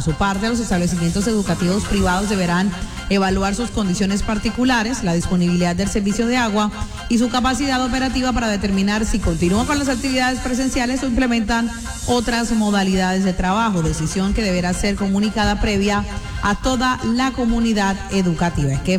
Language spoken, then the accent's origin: Spanish; Colombia; como colombianos en general